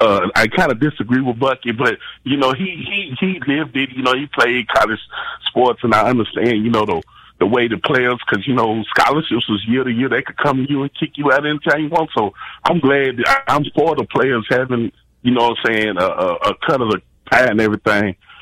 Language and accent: English; Tennessee, United States; I'm from the Mead in the North, right above Nashville.